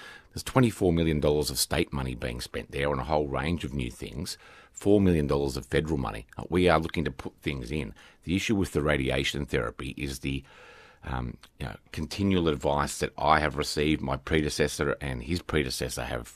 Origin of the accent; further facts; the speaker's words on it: Victoria, Australia; I grew up near Portland